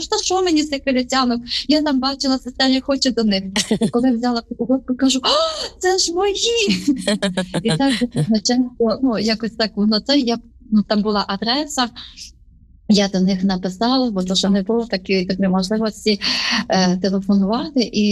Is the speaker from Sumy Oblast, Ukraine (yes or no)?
no; Khmelnytskyi Oblast, Ukraine; moved away; Я сама з Хмельниччини.